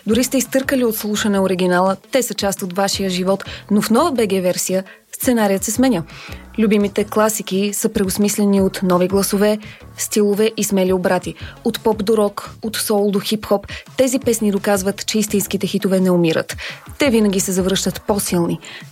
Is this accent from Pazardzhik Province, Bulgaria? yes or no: no; Sofia, Sofia City, Bulgaria; Здравейте … от София.